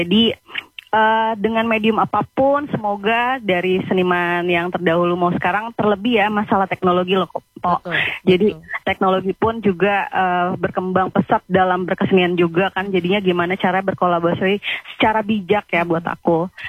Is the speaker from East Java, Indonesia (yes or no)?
no; Jakarta, Indonesia; Begitu pula warga-warga Jakarta atau aku pun sebagai orang yang hidup di metropolitan itu bisa bertahan gitu.